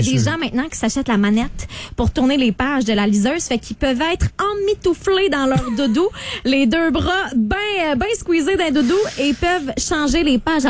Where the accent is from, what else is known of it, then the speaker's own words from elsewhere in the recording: Saint-Constant, Quebec, Canada; born there; moved away; chez moi à Saint-Constant avec mes parents